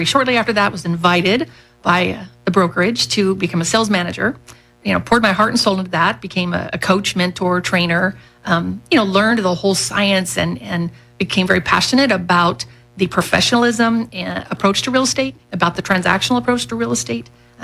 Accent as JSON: {"language": "English", "area": "Kern County", "region": "California", "country": "United States", "tie": "born or raised there", "said": "I was born and raised in Kern County. My parents worked for the county. I moved all around Kern County, settled in Bakersfield."}